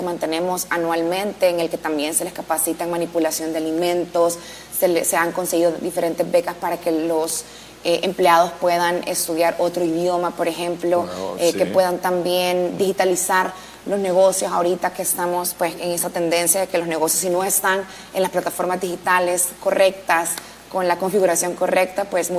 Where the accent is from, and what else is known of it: El Salvador